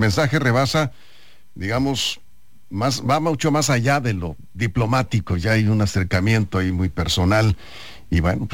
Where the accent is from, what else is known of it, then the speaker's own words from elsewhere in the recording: Juan José Ríos, Sinaloa, Mexico; born there; moved away; also born or lived in Los Mochis / Culiacán; Yo nací en Juan José Ríos, como tú sabes.